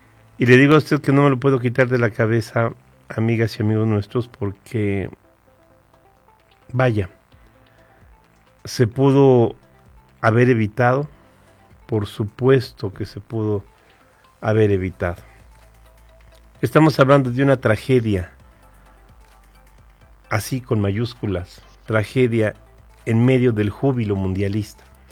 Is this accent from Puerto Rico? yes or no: no; Hidalgo, Mexico; particularmente como hidalguenses, pero también como mexicanos